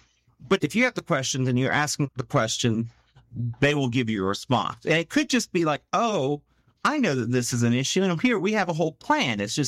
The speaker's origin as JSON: {"language": "English", "region": "South Carolina", "country": "United States"}